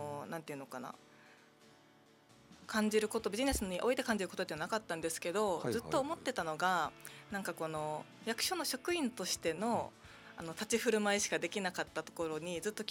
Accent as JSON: {"language": "Japanese", "region": "Okinawa", "country": "Japan", "tie": "born or raised there", "said": "生まれも育ちも"}